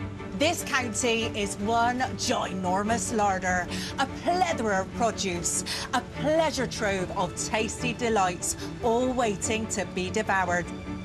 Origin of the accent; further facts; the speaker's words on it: South West England, United Kingdom; I'm from the West Country